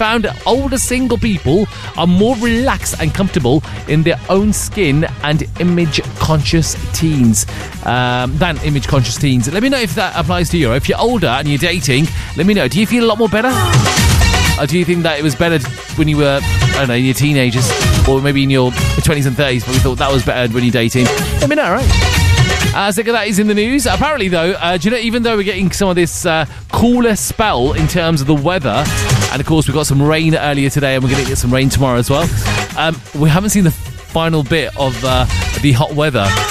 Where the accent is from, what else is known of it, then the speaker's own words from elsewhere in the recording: Birmingham, West Midlands, United Kingdom; Birmingham, my hometown, and of course my neck of the woods.